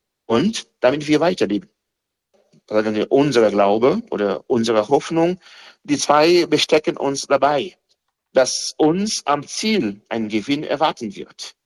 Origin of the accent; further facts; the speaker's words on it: Dominican Republic; Oder in der Karibik, Haiti, Domrep, also mein Heimatland, leben die Menschen ihren Glauben anders.